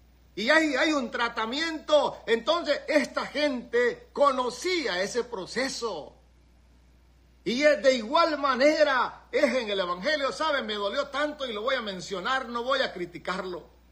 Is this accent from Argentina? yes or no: no; El Salvador; moved away as an adult